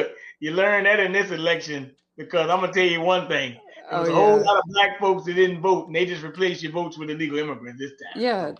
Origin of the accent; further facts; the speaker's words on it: St. Louis, Missouri, United States; So growing up in St. Louis, and Ferguson is outside of St. Louis, correct?